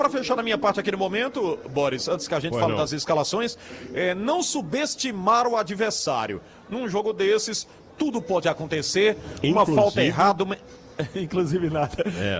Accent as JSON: {"language": "Portuguese", "country": "Brazil", "said": "Nós como brasileiros"}